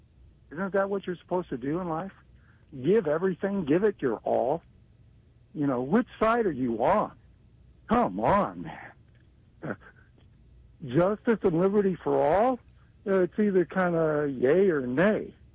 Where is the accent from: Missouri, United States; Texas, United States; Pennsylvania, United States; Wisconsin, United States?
Missouri, United States; Kansas City; born there; I was born in Kansas City. I was in the Ruskin Heights tornado in 1957 as a 10-week-old child.